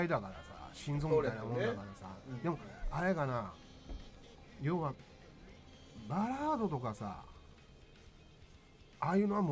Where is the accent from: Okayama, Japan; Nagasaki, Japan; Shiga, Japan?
Nagasaki, Japan; now in Tokyo, Japan